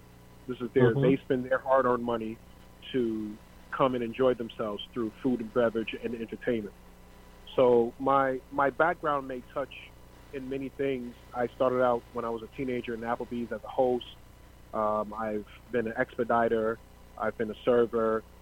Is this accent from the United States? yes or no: yes; New York, United States; with my grandparents and parents with some Caribbean and Southern background. I was born and raised in Queens. Moved around a bit, but most of my time was spent in Queens.